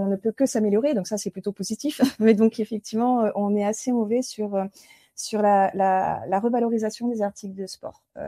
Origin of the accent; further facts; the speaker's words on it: France; nous, les Français